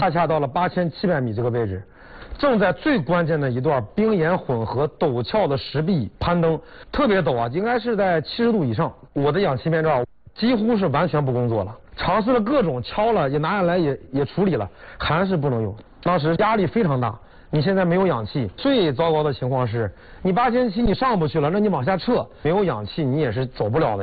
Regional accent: Shijiazhuang, Hebei, China; 想到我的家乡啊石家庄，

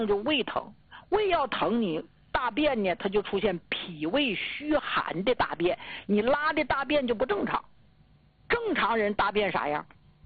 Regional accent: Jilin, China; accent: Northeastern; 因为咱们吉林这块吧，我是老家乡了，土生土长的，跟咱们家乡人唠嗑吧，就特意用这个口音，一听东北口音非常浓，亲呐，格外亲。

